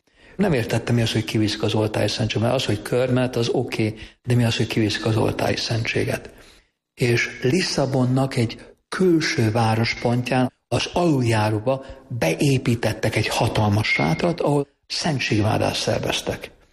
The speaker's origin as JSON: {"language": "Hungarian", "region": "Budapest", "country": "Hungary", "said": "Tehát, mivel Rozsdombról jöttem, azért sok minden lehetőséget megkaptam az életben"}